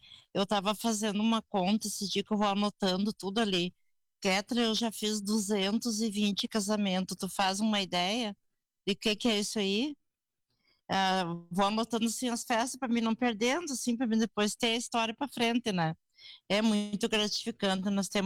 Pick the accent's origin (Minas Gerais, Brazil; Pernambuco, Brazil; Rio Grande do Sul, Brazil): Rio Grande do Sul, Brazil; Espraiado; Eu nasci lá no Espraiado. Moremos sempre lá. Eu morei até os 11 anos lá.